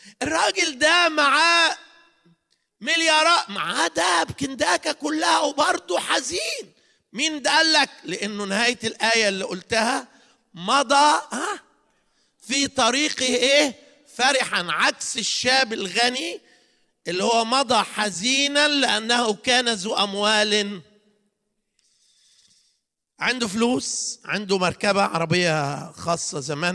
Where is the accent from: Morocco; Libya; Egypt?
Egypt; now in Netherlands; انا مصري وابويا مصري